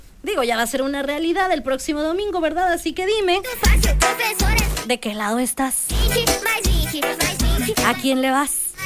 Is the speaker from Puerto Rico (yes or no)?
no; Mexico